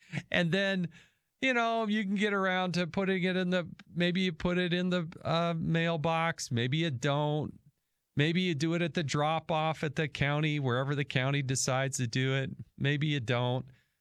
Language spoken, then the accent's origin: English; Utah, United States; a lot of places, my home state of Utah included, Utah does all vote by mail.